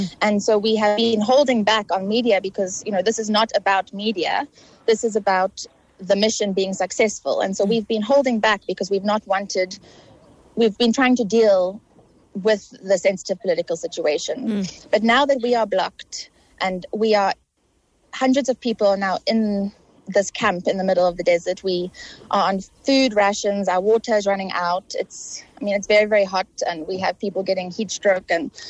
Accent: South Africa; as a South African

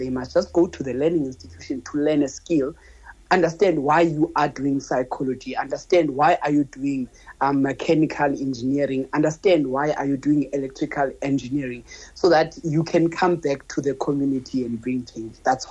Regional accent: Queenstown, Eastern Cape, South Africa; moved away as an adult; also born or lived in Port Elizabeth; I'm originally from Queenstown.

